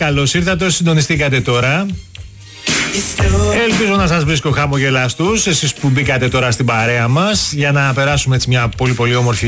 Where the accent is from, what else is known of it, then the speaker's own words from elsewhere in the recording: Greece; είμαστε Έλληνες